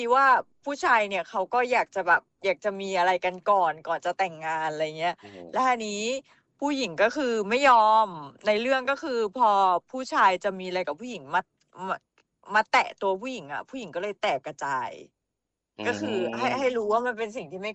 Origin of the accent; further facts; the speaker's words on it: Thailand; ลพบุรีค่ะ